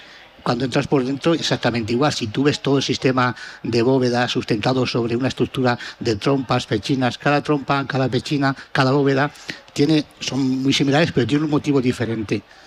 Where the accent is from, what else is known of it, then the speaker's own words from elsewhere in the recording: Navamorcuende, Castilla-La Mancha, Spain; nosotros hemos pertenecido a Ávila hasta el año 1833 aproximadamente, que fue cuando pasamos a Toledo.